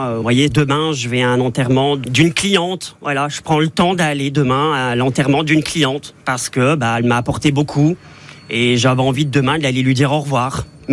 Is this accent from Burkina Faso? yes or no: no; Bourgogne-Franche-Comté, France; Je suis jurassien, peut-être.